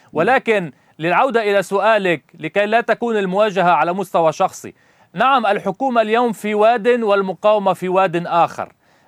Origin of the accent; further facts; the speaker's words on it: Lebanon; كلبنانيين